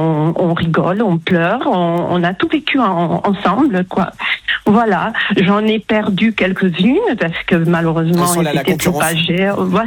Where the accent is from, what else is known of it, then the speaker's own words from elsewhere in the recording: Toulouse, Occitanie, France; Alors, je suis de Toulouse, au soleil.